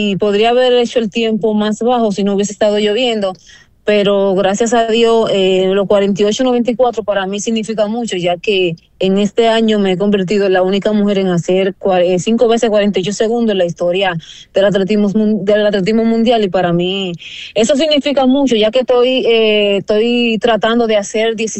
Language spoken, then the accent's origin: Spanish; Don Gregorio, San José de Ocoa, Dominican Republic; el pueblo de Don Gregorio, donde yo nací, me crié también, donde me inicié en el atletismo con Heriberto.